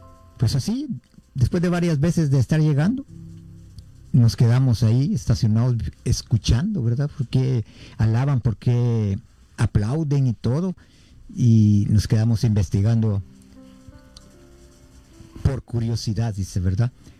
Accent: Guatemala City, Guatemala Department, Guatemala; como buen chapín, como dicen, ¿verdad? Somos de la ciudad de Guatemala. Allá pertenecíamos al grupo Juan Pablo II, allá en la zona 21, Bello Horizonte

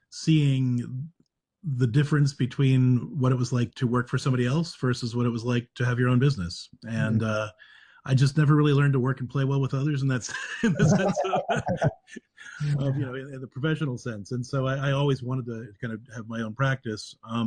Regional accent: Clairton, Pennsylvania, United States; also born or lived in Ohio; I grew up in Clairton, Pennsylvania, which is the first place that The Deer Hunter was filmed.

